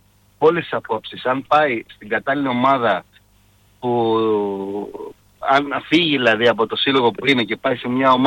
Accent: Greece

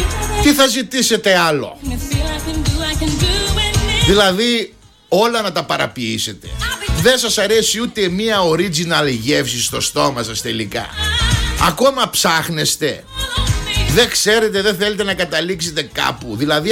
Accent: Greece; εκεί στον Άγιο Χριστόφορο Χωσερών, το χωριό μου.

